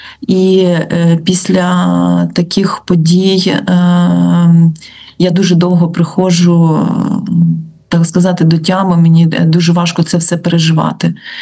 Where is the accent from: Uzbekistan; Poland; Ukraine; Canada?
Ukraine; Kharkiv, Kharkiv Oblast; now in Kyiv, Ukraine; я харків'янка